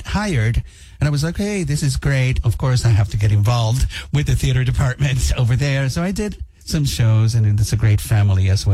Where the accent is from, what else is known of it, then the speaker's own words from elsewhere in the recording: Cuba; also born or lived in New York / Nashville; now in United States; Yeah, I came from Cuba and I went to New York and I studied in New York.